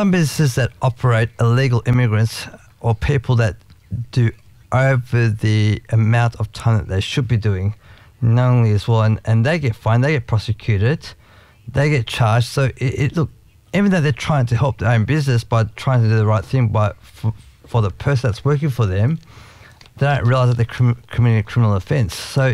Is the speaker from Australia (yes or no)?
yes; Cranbourne, Victoria, Australia; He's from Cranbourne. I'm from Cranbourne.